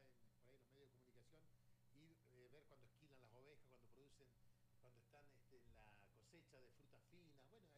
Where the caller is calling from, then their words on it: Centenario, Neuquén, Argentina; de Centenario, provincia de Neuquén.